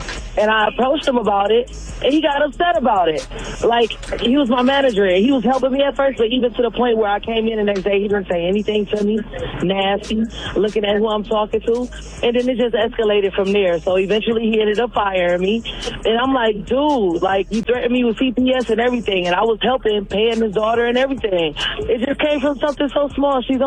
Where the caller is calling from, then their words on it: Detroit, Michigan, United States; I'm calling from Northside, Detroit.